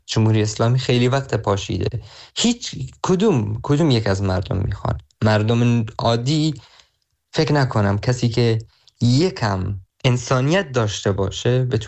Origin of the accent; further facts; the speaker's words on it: Saqqez, Kurdistan, Iran; یعنی من برای خودم توی هر جای دنیا باشم، بازم نمیتونم از شهر خودم سقز دل بکنم.